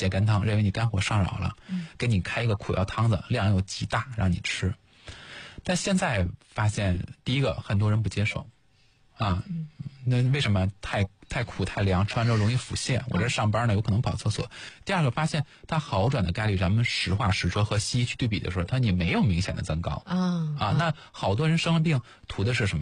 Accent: China; 作为中国人

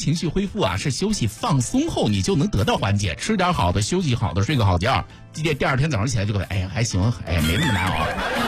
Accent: Xuzhou, Jiangsu, China; 作为一个什么土生土长徐州女主播，但不会说徐州话。

